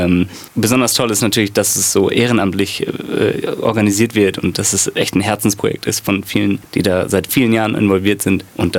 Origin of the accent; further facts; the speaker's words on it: Münster, North Rhine-Westphalia, Germany; wir kommen aus Münster, aus Westfalen. Da sind wir geboren und aufgewachsen. Das ist eine Unistadt in NRW